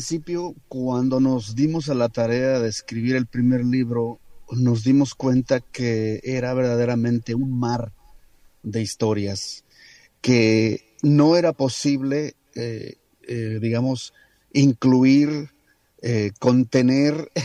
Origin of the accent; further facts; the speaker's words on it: Xalapa, Veracruz, Mexico; cuando escuché este tema que se llama … allá en mi tierra, en Xalapa, Veracruz